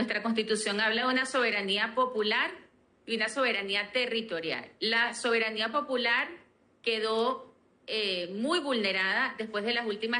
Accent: Venezuela

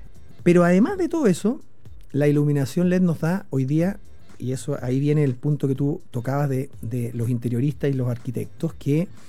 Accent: Chile; Nosotros como chilenos en general

